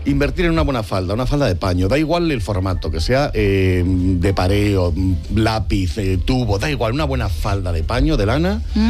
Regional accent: Community of Madrid, Spain; Me acuerdo a mi abuela, yo soy madrileño, pero soy de madre aragonesa.

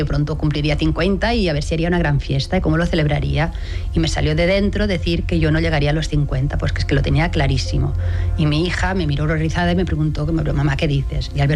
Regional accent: Lleida, Catalonia, Spain; born there; moved away as an adult; also born or lived in Barcelona; Nací en Lleida y me vine a estudiar a Barcelona y bueno, me enamoré de la ciudad. Entonces, cuando acabé la carrera ya busqué trabajo por aquí.

